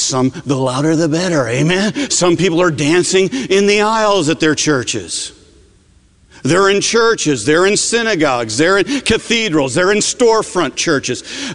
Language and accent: English; Northeast, United States; I came from the Northeast, and in the Northeast, many worshiped in hushed, hallowed settings, and the preacher wears a robe.